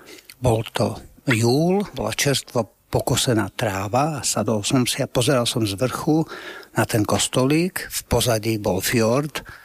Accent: Žilina Region, Slovakia

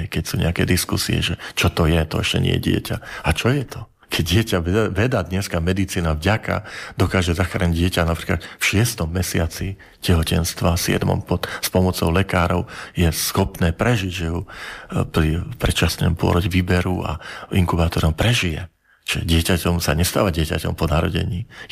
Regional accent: Žilina Region, Slovakia; ja som z Horavy, takže častokrát som mal pred očami, nikdy som tam nebol.

